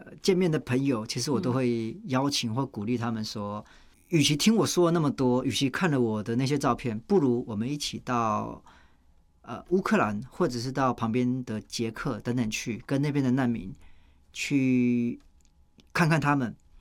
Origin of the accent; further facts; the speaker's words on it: Taiwan; 作为一个台湾人